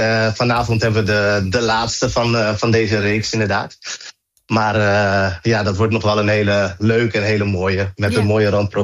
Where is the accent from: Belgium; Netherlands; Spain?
Netherlands; born or raised there